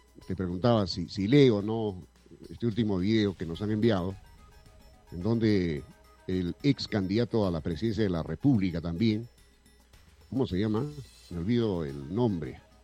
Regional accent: Peru; Yo soy serrano

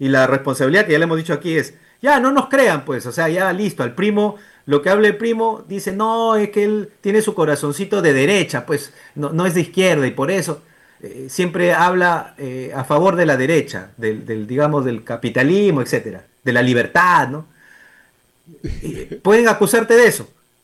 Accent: Peru; Entonces nosotros como padres peruanos, oye, a ver, ¿dónde están feministas?

